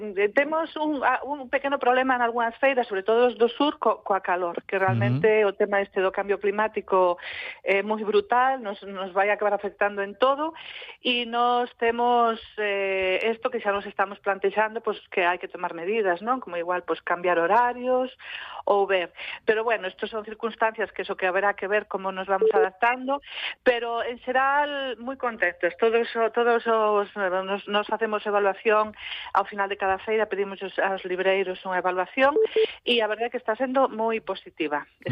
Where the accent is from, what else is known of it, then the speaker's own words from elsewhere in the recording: Galicia, Spain; porque, bueno, a veces estamos en Galicia, somos galegas, galegos, a chuvia tampouco nos espanta tanto